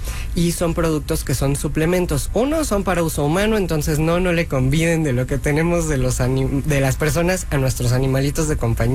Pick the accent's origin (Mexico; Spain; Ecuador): Mexico; Yo sé que somos flojos los mexicanos y no nos gusta tener que ir al médico.